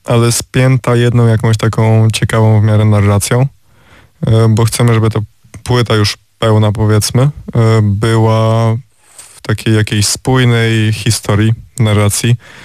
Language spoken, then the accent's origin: Polish; Wrocław, Lower Silesian Voivodeship, Poland; jestem z Wrocławia tak od urodzenia, powiedzmy